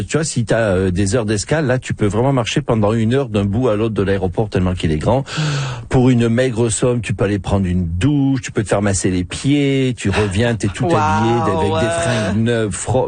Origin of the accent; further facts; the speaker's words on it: France; je peux le dire en tant que Français d'origine